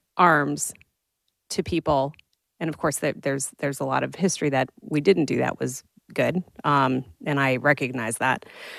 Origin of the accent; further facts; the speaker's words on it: Milwaukee, Wisconsin, United States; moved away; I grew up in Milwaukee, Wisconsin, if you couldn't tell by my accent.